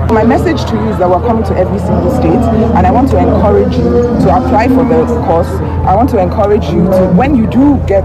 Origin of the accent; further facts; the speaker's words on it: Oyo, Nigeria; born there; my home state, Oyo